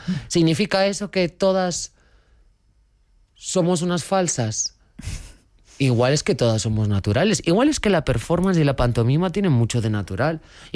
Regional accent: León, Castile and León, Spain; born there; also born or lived in Mallorca; Nací en León capital. Me cumplí el año en Mallorca y durante la mayor parte de mi vida he estado visitando cada Navidad y cada verano León

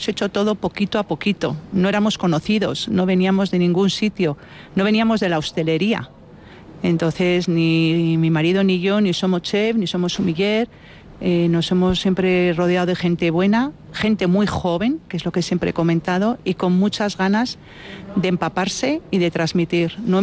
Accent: Vitoria, Basque Country, Spain; Pues a ver, yo soy de Vitoria, de una familia totalmente de estar en la calle, poteando y bueno, y disfrutando de vinos.

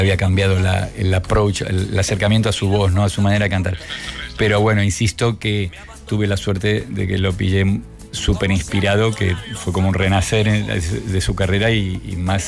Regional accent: Murcia, Region of Murcia, Spain; y yo decía, pero si soy de Murcia. ¿Dónde está?

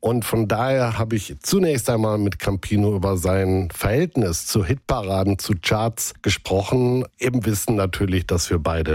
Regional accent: North Rhine-Westphalia, Germany; Wir sind ja beide aus NRW.

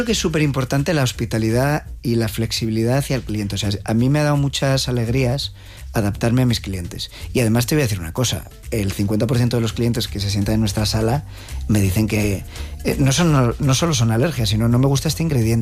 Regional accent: Spain; Porque somos españoles.

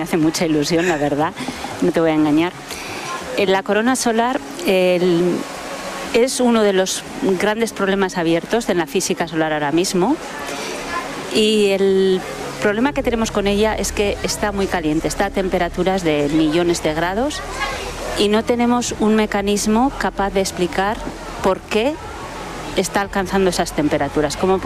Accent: Spain; now in Leiden, Netherlands; veo a los estudiantes que están organizando viajes a España, Soria, Barcelona, lo que sea, donde yo dices, es mi tierra.

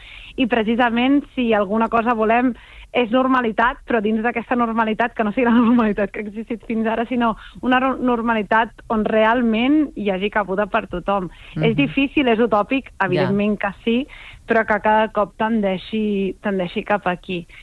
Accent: Catalonia, Spain; aquí al Maresme, que és la meva comarca

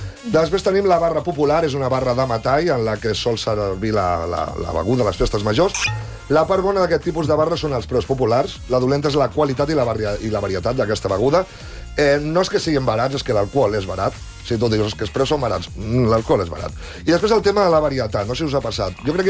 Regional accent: Molins de Rei, Catalonia, Spain; Sí, Molins de Rei.

